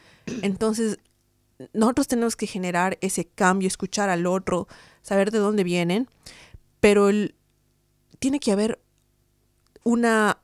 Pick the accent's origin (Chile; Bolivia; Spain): Bolivia; moved away; las dos somos de Bolivia, de los Andes